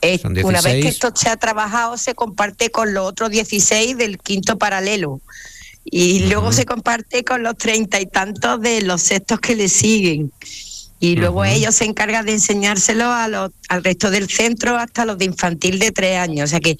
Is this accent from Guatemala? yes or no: no; Córdoba, Andalusia, Spain